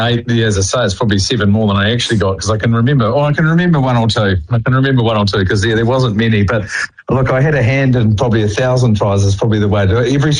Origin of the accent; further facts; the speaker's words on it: Wellington, New Zealand; Although born and raised in Wellington, the Chiefs are the team for me